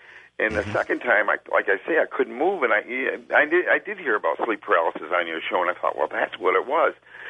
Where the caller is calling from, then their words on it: Grand Rapids, Michigan, United States; from Grand Rapids, Michigan.